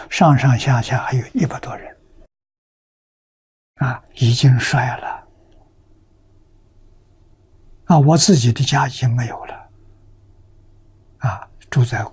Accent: Anhui, China; moved away; 在家乡，啊，我们家乡占了一点便宜，占桐城派的光。啊，乡下的小朋友都读私塾，啊，我3岁从

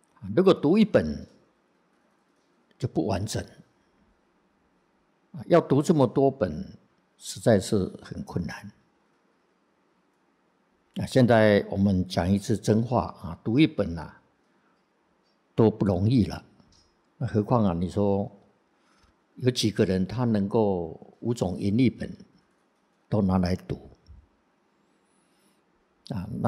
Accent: China; 我们中国人读起来不顺口

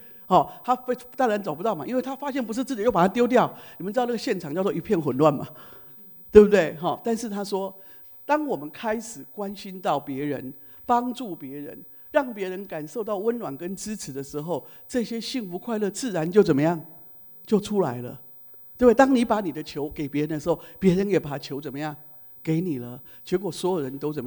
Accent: Taiwan; 你知道我们台湾人哦，超级热心，对不对？

